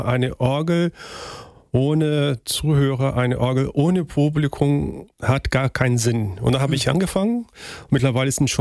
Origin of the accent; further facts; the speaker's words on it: Brazil; German is a second language; So ist das. Und nicht nur mit Kompositionen, sondern auch mit Menschen aus meiner Heimat.